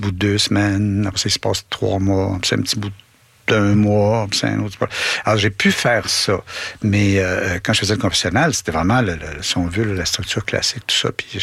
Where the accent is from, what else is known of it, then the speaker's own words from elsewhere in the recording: Quebec, Canada; montrer en tant que Québécois ce que les mots veulent dire